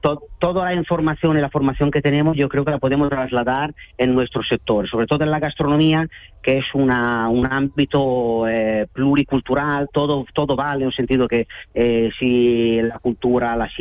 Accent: Italy; pero nosotros como italianos nacemos con el helado.

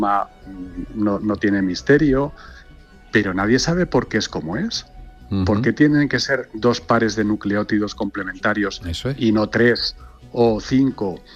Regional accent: Tenerife, Canary Islands, Spain; yo soy de Tenerife.

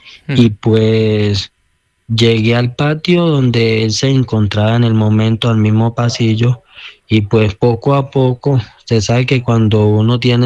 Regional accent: Chocó, Colombia; born there; moved away; also born or lived in Antioquia; Sí, yo soy del Chocó, del Bajo Atrato, Río Jiguá, cuenca de Río Jiguá, Miandó, precisamente de la comunidad Pueblo Nuevo, que fue la que me vio nacer

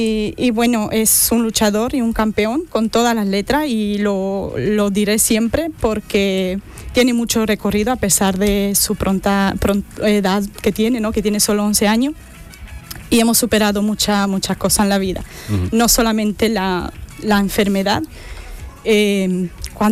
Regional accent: Romania; now in Spain; Yo soy de Rumanía.

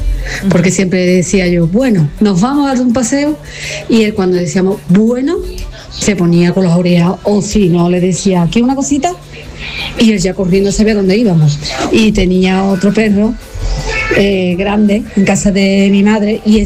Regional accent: Seville, Andalusia, Spain; Buenos días … de Sevilla.

